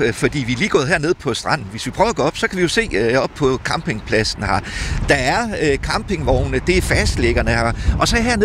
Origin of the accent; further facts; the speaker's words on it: North Denmark Region, Denmark; Nu er jeg jo fra Soltam, og jeg er jo fra vestkysten